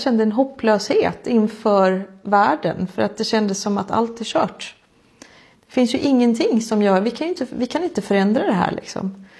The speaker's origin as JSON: {"language": "Swedish", "country": "Sweden", "said": "det är väl kanske där som min svenska naivitet ligger, att som svensk så har man gärna velat tänka att nej, men jag ser inte hudfärg"}